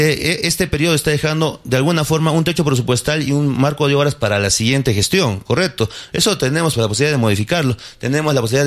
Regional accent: Hunter, Arequipa, Peru; Somos jóvenes de Hunter que queremos lo mejor para el distrito. Yo vivo en Hunter, yo amo a Hunter

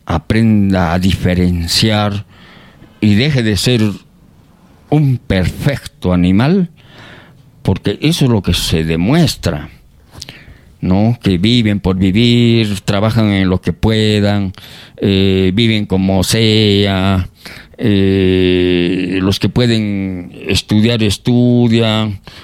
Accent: Lima, Peru; A mí no me vengan con cuentos que yo soy limeño

